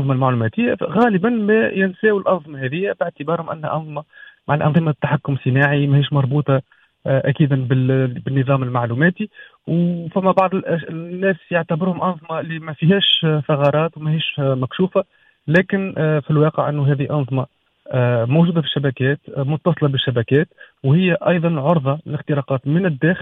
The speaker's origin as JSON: {"language": "Arabic", "country": "Tunisia"}